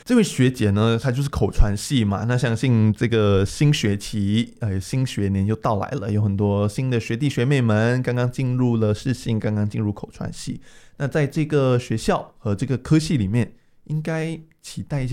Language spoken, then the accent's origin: Chinese; Malaysia; now in Taiwan; 我们马来西亚人会讲。